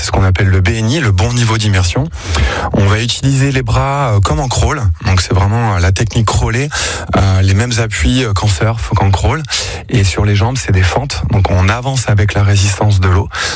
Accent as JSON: {"language": "French", "town": "Poitiers", "region": "Nouvelle-Aquitaine", "country": "France", "moved": "as an adult", "lives_now": "Hennebont, France", "said": "je suis originaire de Poitiers. Avec ma femme, on a décidé d'arriver en Bretagne en 2007, dans le Morbihan, à Hennebon."}